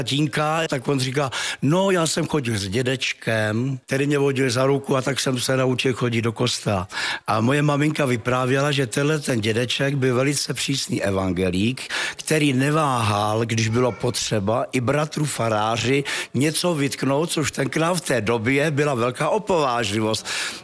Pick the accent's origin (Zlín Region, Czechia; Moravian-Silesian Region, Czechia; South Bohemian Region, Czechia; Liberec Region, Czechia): Liberec Region, Czechia; Křížlice; mě je 70, takže tady hraju 50 let rozhodně. Ano. Já pocházím tady od Křížlic